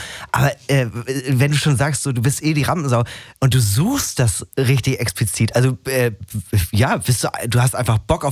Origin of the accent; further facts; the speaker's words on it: Northern Germany, Germany